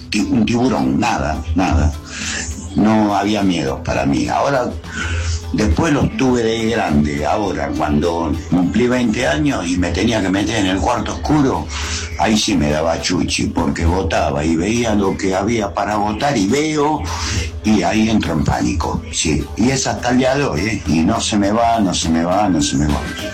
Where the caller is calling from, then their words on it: Monte Grande, Buenos Aires Province, Argentina; de Monte Grande.